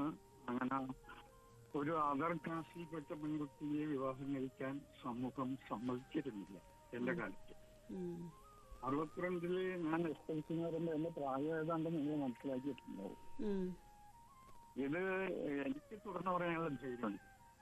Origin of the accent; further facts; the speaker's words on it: Kerala, India; ഞാൻ വളർന്നത് south railway സ്റ്റേഷന്റെ അടുത്തുള്ള ഒരു വീട്ടിലായിരുന്നു.